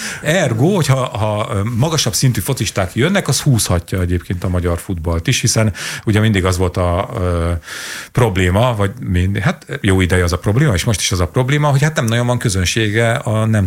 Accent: Sátoraljaújhely, Borsod-Abaúj-Zemplén, Hungary; moved away as an adult; now in Budapest, Hungary; hazamegyünk, összegyűlünk Sátrújhelyen

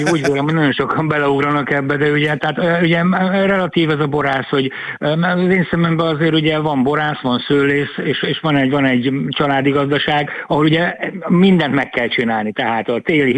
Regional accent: Balatonszabadi, Somogy, Hungary; born there; én nagyon jó helyre születtem, ugyanis itt születtem

